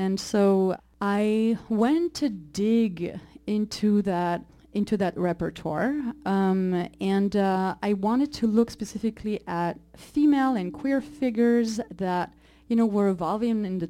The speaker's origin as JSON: {"language": "English", "town": "Paris", "region": "Île-de-France", "country": "France", "tie": "born or raised there", "said": "I grew up in Paris listening and hearing a lot of Moroccan, North African, Middle Eastern music."}